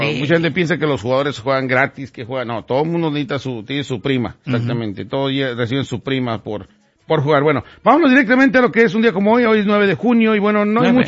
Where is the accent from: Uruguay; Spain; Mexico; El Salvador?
Mexico; soy de San Luis.